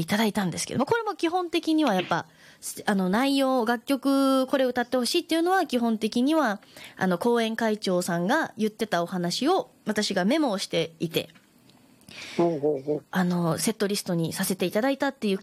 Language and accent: Japanese; Hyuga, Miyazaki, Japan; born or raised there